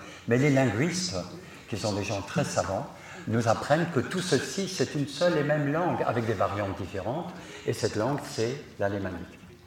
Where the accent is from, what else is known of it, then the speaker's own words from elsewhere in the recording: Grand Est, France; first language Alsatian; French is a second language; je suis de langue maternelle alsacienne.